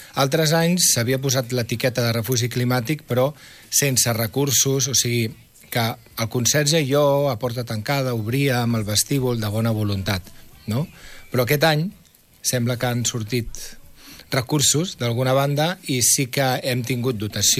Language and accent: Catalan; Barcelona, Catalonia, Spain; Jo sóc de Barcelona i ho veig cada dia, però bueno, a Rubí també n'hi ha.